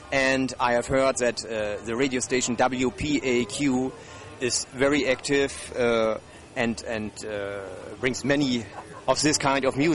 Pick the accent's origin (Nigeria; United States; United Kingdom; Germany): Germany; English is a second language; I'm from West Germany